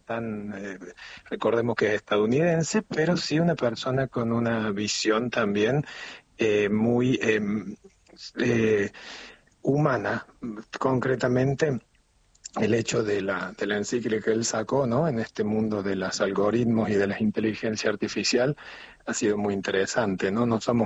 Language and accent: Spanish; Argentina; Y creo que como argentinos nos va a hacer bien.